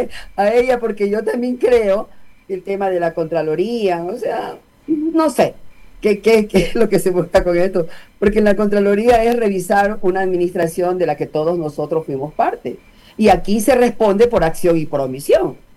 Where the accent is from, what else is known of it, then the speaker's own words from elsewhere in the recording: Ecuador; es una pena como ecuatoriana.